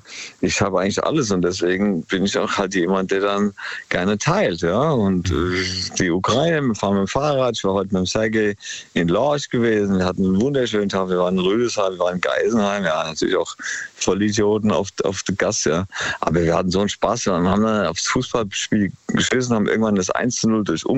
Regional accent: Palaikastro, Crete, Greece; Und dann am 5. von Athen über nach auf Kreta, meine Heimat eigentlich, Palle Castro.

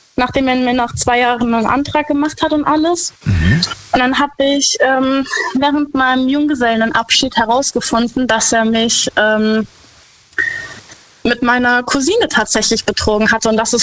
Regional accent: Herxheim, Rhineland-Palatinate, Germany; Ich komme aus Herxheim bei Landau.

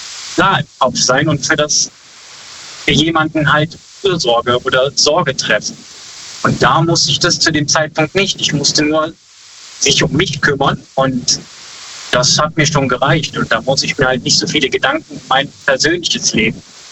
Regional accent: Brüggen, North Rhine-Westphalia, Germany

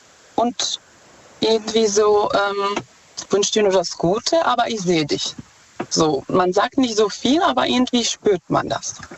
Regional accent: Czechia; German is a second language; Ich komme ursprünglich aus Tschechien.

